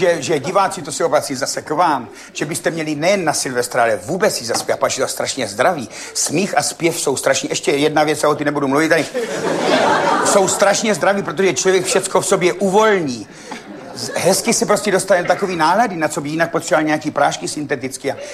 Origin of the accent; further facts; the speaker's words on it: Řicmanice, South Moravian Region, Czechia